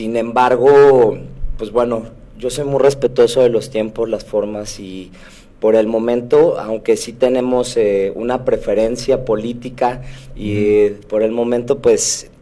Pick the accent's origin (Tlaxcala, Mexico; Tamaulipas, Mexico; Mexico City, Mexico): Mexico City, Mexico; now in Acapulco, Mexico; Yo soy nacido en la Ciudad de México, soy descendiente de michoacanos y jaliscienses.